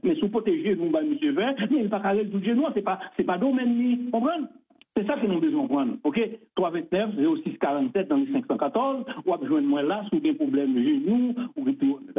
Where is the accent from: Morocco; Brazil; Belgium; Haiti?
Haiti; pas français, moi, je suis un haïtien, comme vous-même.